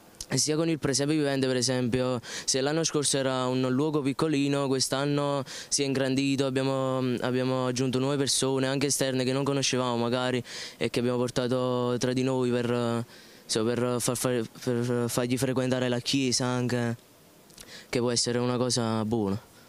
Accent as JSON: {"language": "Italian", "town": "Trecase", "region": "Campania", "country": "Italy", "said": "Da Trecase, provincia di Napoli."}